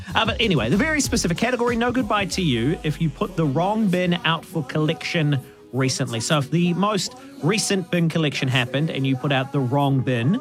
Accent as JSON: {"language": "English", "town": "South Auckland", "region": "Auckland", "country": "New Zealand", "tie": "born or raised there", "said": "Well, although the church that I grew up in South Auckland, it's a very old church, over 200 years old, but they had to get rid of the pews."}